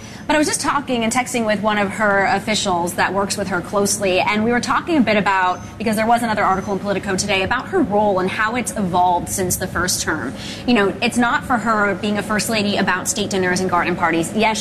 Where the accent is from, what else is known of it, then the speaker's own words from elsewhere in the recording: Pennsylvania, United States; So there were states that pulled out, including Pennsylvania, my home state, saying they didn't want to be a part of it.